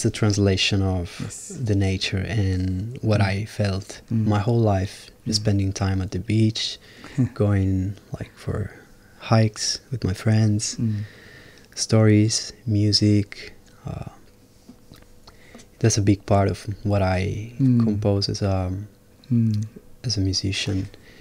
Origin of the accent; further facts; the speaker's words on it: Palermo, Sicily, Italy; When I was 20, yes. And I'm from Palermo.